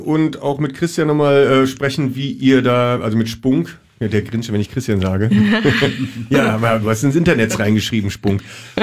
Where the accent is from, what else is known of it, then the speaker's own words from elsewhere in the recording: Berlin, Germany; als total verblendeter Kreuzberger, der es nicht mal nach Wittenau schafft